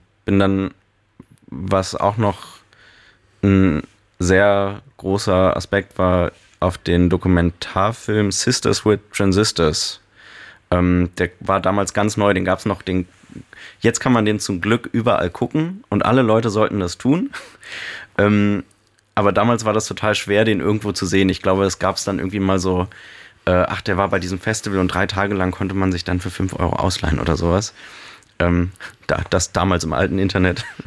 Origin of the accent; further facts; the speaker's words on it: Germany; moved away as an adult; now in Cologne, Germany; ich komme ursprünglich aus der Berliner Vorstadt und es war also für mich als 18-jährige Person